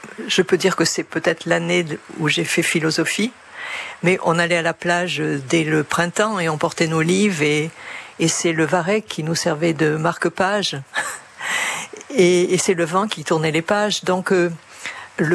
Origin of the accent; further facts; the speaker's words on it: Arcachon, Nouvelle-Aquitaine, France; j'ai grandi à Arcachon, donc la plage était le prolongement de mon existence.